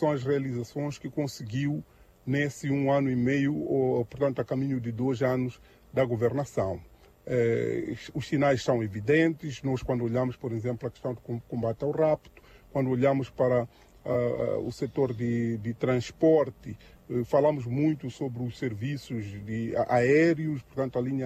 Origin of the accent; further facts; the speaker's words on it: Mozambique; aguardamos como moçambicanos